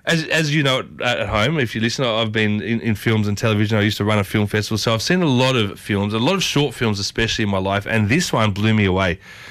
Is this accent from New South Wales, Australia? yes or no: yes; Ryde, New South Wales, Australia; Where I grew up as well, I went to Ride Secondary College, which was Malvina back then.